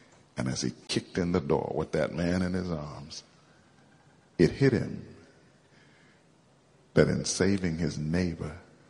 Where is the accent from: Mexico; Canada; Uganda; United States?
Canada; I grew up in Canada. I went from palm trees to ice, you know.